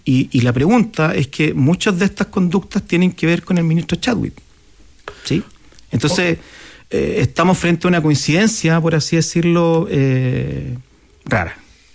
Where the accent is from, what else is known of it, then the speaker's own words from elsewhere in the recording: Chile; una de las cosas que más probablemente nos ha dolido como chilenos